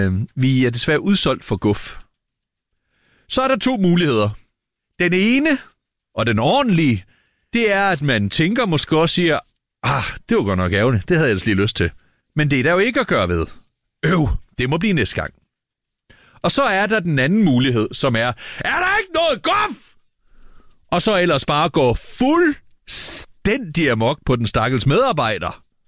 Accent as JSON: {"language": "Danish", "town": "Lemvig", "region": "Central Denmark Region", "country": "Denmark", "said": "ude i del af Vestjylland, hvor jeg kommer fra. Jeg er jo fra Lemvig-området"}